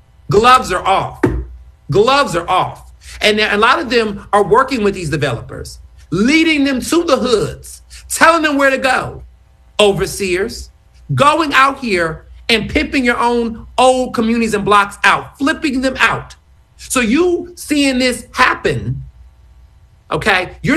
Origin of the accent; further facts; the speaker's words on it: Houston, Texas, United States; also born or lived in Chicago; now in Philadelphia, United States; I grew up in Houston. I was born in Chicago.